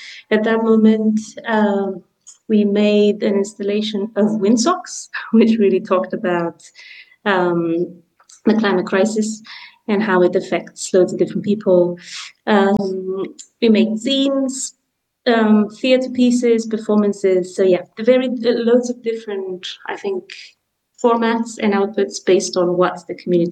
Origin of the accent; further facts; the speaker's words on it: Romania; English is a second language; now in United Kingdom; so I'm a migrant in the UK, moved here in 2009, I'm from Romania.